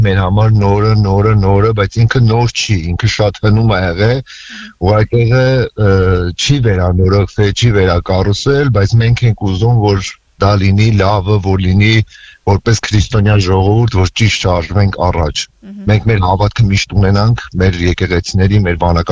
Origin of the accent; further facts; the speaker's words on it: Yerevan, Armenia; Մալացիա Սեբաստիա, չէ, Բանգլադեշի մեծացած